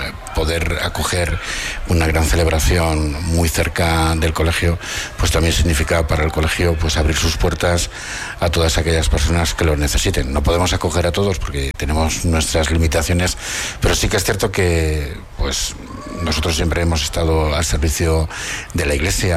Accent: Palencia, Castile and León, Spain; como decimos en Palencia

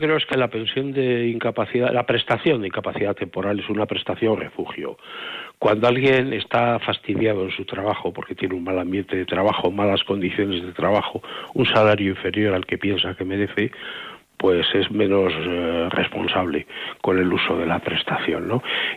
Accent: Burgos, Castile and León, Spain; Yo soy de Burgos

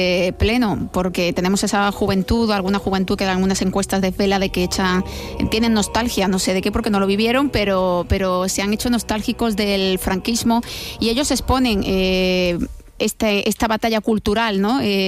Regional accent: Andalusia, Spain

